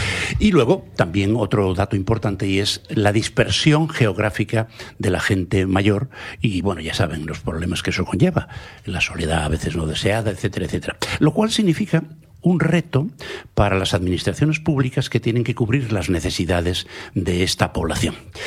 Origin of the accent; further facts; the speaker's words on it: Galicia, Spain; en mi tierra, en Galicia, somos una especie de campo de experimentación para determinadas políticas